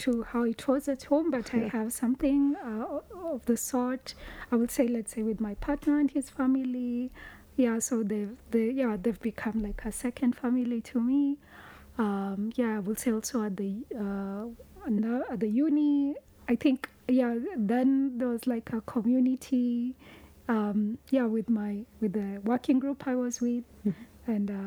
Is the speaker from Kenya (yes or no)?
yes; Western, Kenya; Yes, because we come from Western Kenya. That's our rural home.